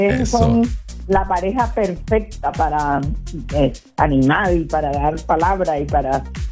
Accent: Caribbean coast, Colombia; accent: costeño; mi acento es más costeño

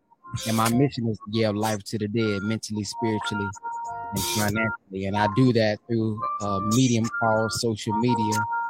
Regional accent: Texas, United States; I'm from Texas

